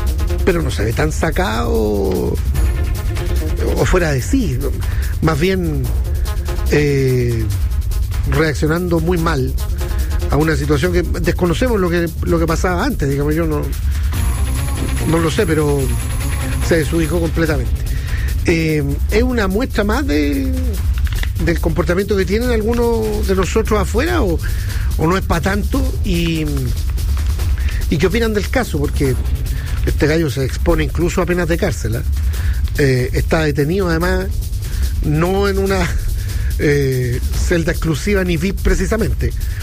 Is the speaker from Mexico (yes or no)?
no; Chile; somos racistas los chilenos